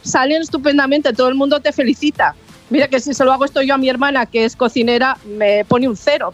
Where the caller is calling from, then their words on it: London, United Kingdom; Vivo en Londres, en el centro.